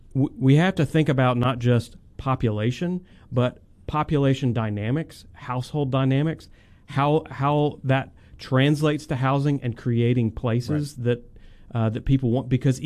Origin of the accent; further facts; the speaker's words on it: Gulf Shores, Alabama, United States; now in Memphis, United States; I grew up in Gulf Shores, Alabama.